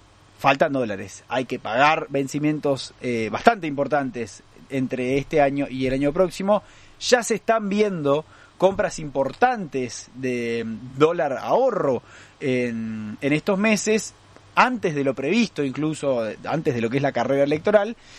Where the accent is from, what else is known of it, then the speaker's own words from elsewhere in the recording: Argentina; por ahí no lo tenemos tan visto acá en Argentina